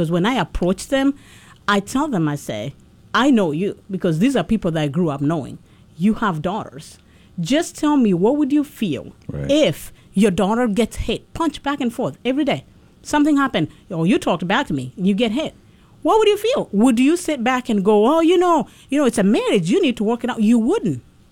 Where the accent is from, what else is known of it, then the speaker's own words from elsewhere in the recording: Kenya; moved away; I'm from Kenya